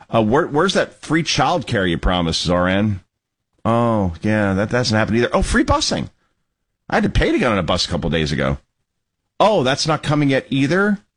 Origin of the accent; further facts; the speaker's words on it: New Jersey, United States; as somebody who everybody thinks is Italian because my name ends in an A, and I'm from Jersey, therefore that must make me Italian.